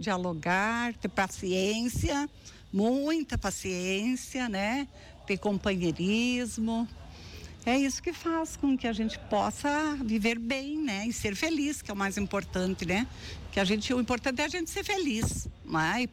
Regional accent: Ibirapuitã, Rio Grande do Sul, Brazil; born there; also born or lived in Quebradentes; now in Soledade, Brazil; Eu vim embora de Ibirapuitã, que eu nasci lá em Quebradentes, morei em Ibirapuitã há muito tempo. E viemos morar para Soledade, é uma terra maravilhosa.

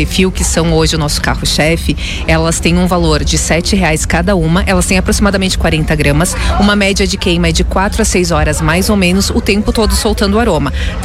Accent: Farroupilha, Rio Grande do Sul, Brazil; nós somos de Farroupilha mesmo

